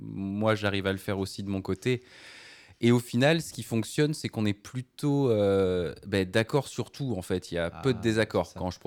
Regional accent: Bordeaux, Nouvelle-Aquitaine, France; Oui, je viens de Bordeaux

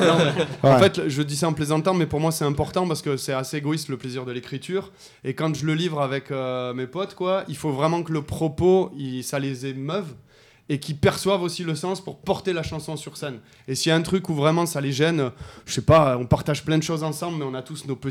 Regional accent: France; first language French; moi, je suis français. Ma langue maternelle, c'est le français. C'est celle que je manie le mieux.

